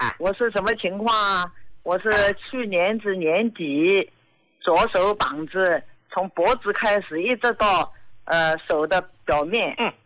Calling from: Jiangsu, China; 我今年73岁，我是江苏的。

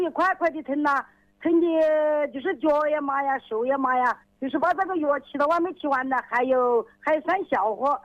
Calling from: Jilin, China; 我是吉林市的。

